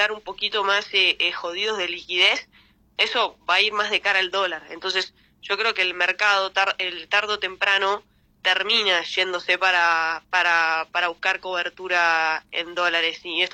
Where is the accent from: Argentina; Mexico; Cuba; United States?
Argentina; seguimos siendo Argentina